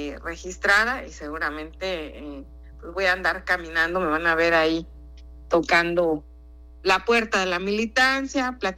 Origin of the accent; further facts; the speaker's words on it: Oaxaca, Mexico; como oaxaqueñas, oaxaqueños, como mexicanos que somos